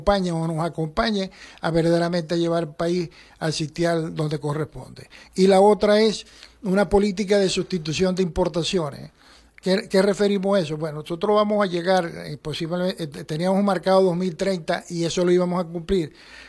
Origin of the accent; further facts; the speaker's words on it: Venezuela; con orgullo como venezolano, con orgullo como productor, con orgullo como profesional de la medicina veterinaria